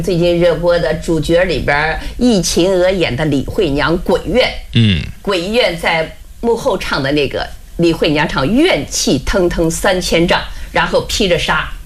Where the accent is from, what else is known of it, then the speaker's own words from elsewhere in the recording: Shaanxi, China; born there; moved away as an adult; now in Beijing, China; 因为打小呢我在剧团长大，所以呢一直就是我在县剧团长大的，后来也上过省艺校，曾经也当过专业秦腔演员